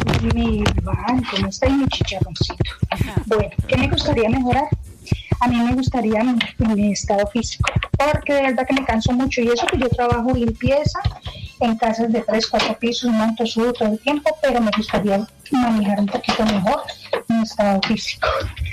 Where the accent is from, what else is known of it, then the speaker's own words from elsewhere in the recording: Madrid, Community of Madrid, Spain; Buenos días, don Marino. Soy de Madrid.